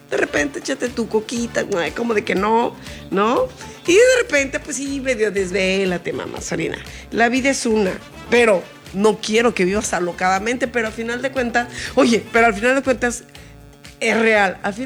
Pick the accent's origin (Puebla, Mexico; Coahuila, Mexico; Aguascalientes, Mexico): Puebla, Mexico; moved away; allá de mi pueblo, de Puebla